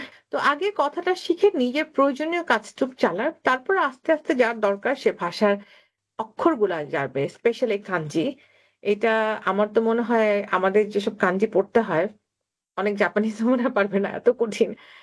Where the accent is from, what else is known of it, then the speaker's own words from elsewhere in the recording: Dhaka, Dhaka Division, Bangladesh; আসলে আমার জন্ম ঢাকায়, আমি বড় হয়েছি রামপুরাতে, আমার দাদার বাড়ি গোপালগঞ্জে।